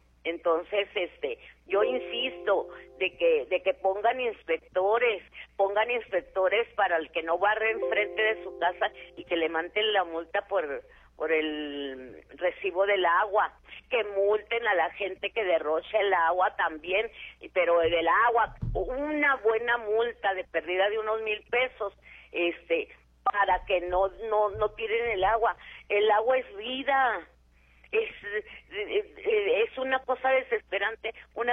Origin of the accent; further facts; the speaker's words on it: Chihuahua, Mexico; born there; moved away; como nací en Chihuahua, tengo la cultura de barrer mi calle.